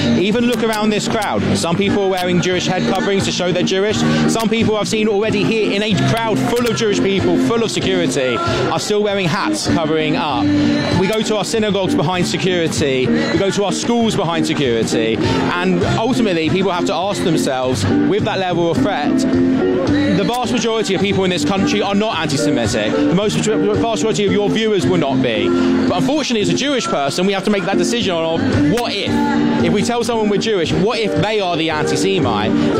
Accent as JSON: {"language": "English", "country": "United Kingdom", "said": "we're British. This is our country."}